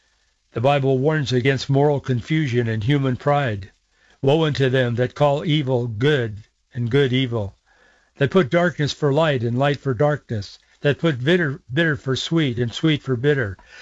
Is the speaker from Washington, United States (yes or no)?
yes; Yakima, Washington, United States; I was born in Yakima, and she in Yakima Valley, but we lived there, and our parents were friends, and our grandparents were friends